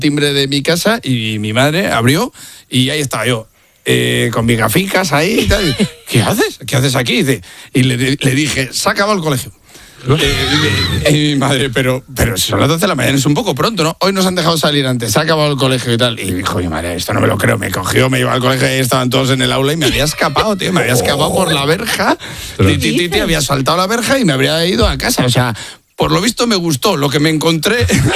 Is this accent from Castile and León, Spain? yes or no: yes; Casasola de Arión, Castile and León, Spain; pero yo iba a la escuela en mi pueblo. Pueblo, Casasola de Arión, y era un pueblo pequeño, ¿no?